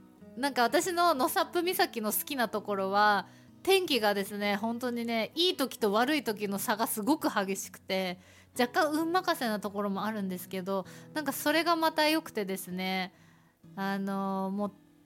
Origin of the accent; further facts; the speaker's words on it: Hokkaido, Japan; 道民だから